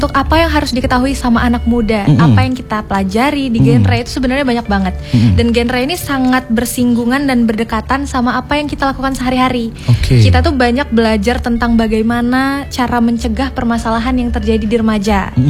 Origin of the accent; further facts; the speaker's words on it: Lampung, Indonesia; moved away; Aku di Kabupaten Lampung Barat.